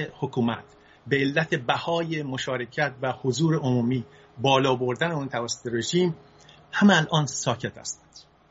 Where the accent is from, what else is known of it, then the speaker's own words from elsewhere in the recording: Isfahan, Iran; also born or lived in Fasa; من تو سال 1337 در شهر فاسا متولد شدم، یکی از شهرهای استان فارس.